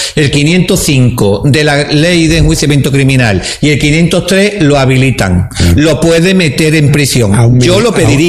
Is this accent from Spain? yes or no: yes; Spain; yo soy español ante todo y tengo 83.000 almas.